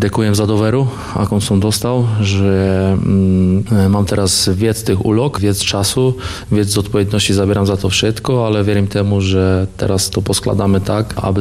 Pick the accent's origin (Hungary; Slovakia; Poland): Poland; Wieliczka, Lesser Poland; Slovak is a second language; Som rodákom z Veličky, bývam v Veličce, manželkom aj mám dvoch synov